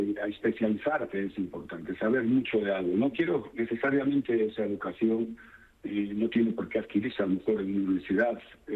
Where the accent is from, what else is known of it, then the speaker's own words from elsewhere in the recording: Galicia, Spain; Yo soy gallego 100%, ¿sabes?